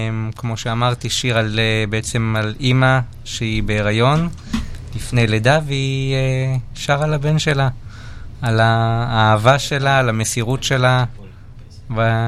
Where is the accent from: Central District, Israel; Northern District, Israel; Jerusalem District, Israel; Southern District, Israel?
Northern District, Israel; Parod; אני הגעתי מהגליל